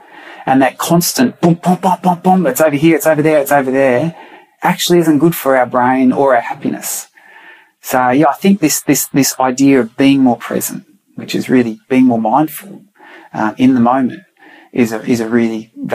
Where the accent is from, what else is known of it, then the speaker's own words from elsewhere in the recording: Australia; In my book, I joke around because I'm an Aussie, you know, we give everything nicknames.